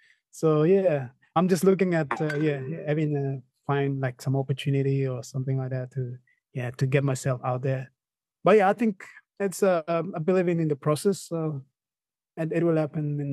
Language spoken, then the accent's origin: English; Papua New Guinea; English is a second language; They thought that I'm from from Brazil or other places. I don't know how they, you know. Then when I told them PNZ, it's like, where is PNZ? Or sometimes when people know Papua New Guinea